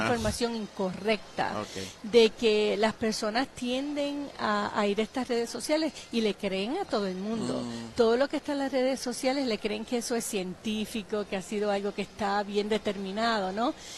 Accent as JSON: {"language": "Spanish", "town": "Lares", "country": "Puerto Rico", "said": "Cuando fui a Estados Unidos por la primera vez, ¿no?, saliendo así del pueblito de Lares, ¿no?, que no había salido de Puerto Rico"}